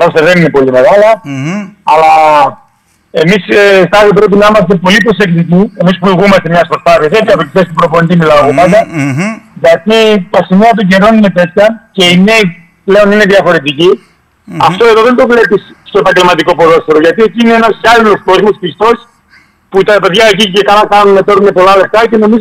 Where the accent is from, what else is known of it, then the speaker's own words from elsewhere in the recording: Central Macedonia, Greece; είμαστε από το Δήμο Λαγκαδά όλοι από τα χωριά